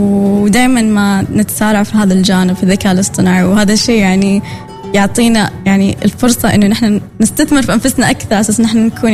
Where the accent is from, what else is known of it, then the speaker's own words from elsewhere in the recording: Oman; صراحة نحن يعني كعمانيين وكشباب نفتخر في وين وصلت عمان حاليا